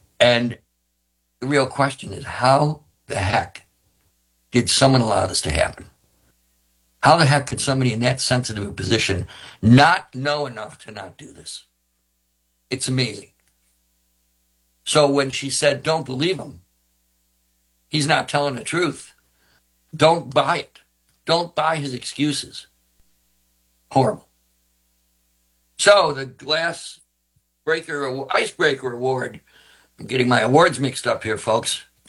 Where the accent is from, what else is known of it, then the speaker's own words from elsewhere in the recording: Webster, New York, United States; I grew up in Webster